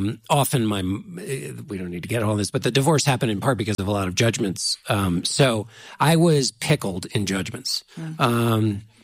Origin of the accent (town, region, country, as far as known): Washington, District of Columbia, United States